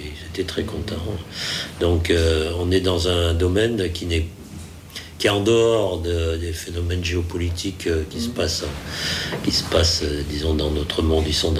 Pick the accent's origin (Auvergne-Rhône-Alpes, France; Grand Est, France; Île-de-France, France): Auvergne-Rhône-Alpes, France; Grenoble; now in Sète, France; je suis montagnard, moi je viens des Alpes. Si, quand j'étais jeune, j'avais fait quelques camps de voile, mais payé par la ville de Grenoble à l'époque, parce que moi je suis grenoblois